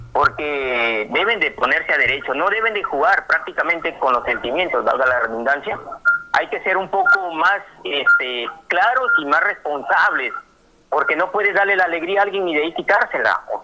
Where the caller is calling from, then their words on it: Tambogrande, Piura, Peru; a mi pueblo de Tambo Grande reitero mis saludos.